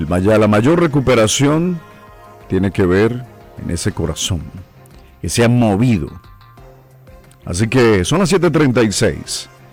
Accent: Venezuela; ¿Quiénes somos como venezolanos?

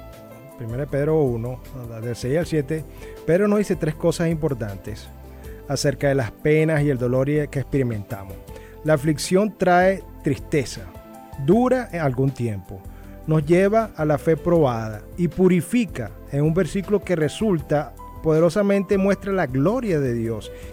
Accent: Venezuela; lo amoroso, lo cordial, lo afectuoso que somos los venezolanos

